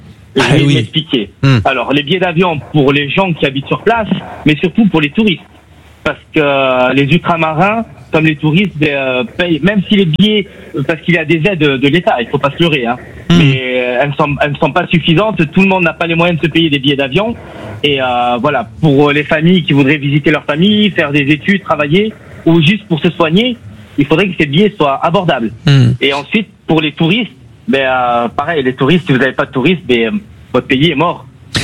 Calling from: Corsica, France; je viens de Corse.

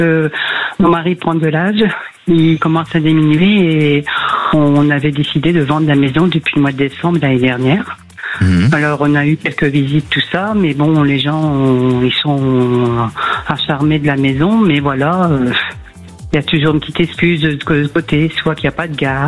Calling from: Hauts-de-France, France; Dans la Somme.

